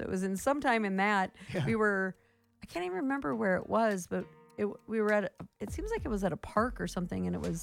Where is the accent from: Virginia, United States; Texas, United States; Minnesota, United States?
Minnesota, United States; Yeah, in between Forest Lake and Wyoming. Not in town, though.